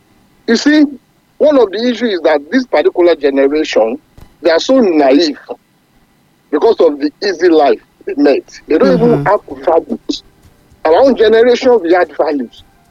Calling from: Ibadan, Oyo, Nigeria; I'm calling from Iyagoku, Ibadan.

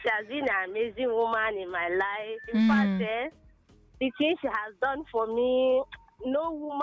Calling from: Anambra, Nigeria; From Anambra State.

